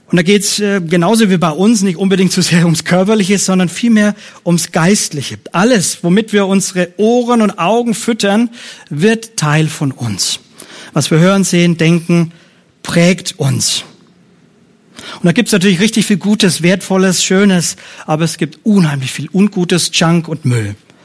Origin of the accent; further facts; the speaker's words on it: Bavaria, Germany; Bei mir, ich komme aus dem Bayerischen, Fränkischen, habe ich ja schon gesagt